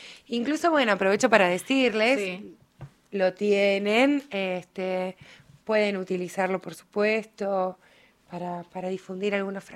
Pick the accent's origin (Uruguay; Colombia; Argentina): Argentina; Río Turbio, Santa Cruz; los rioturbienses somos más bien echados para adentro